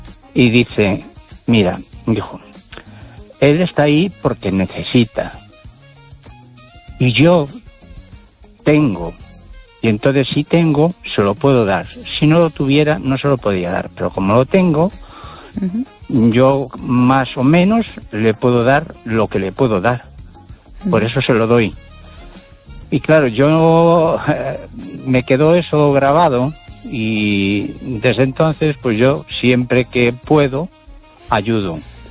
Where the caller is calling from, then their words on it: Pontevedra, Galicia, Spain; ahora mismo estoy en Pontevedra.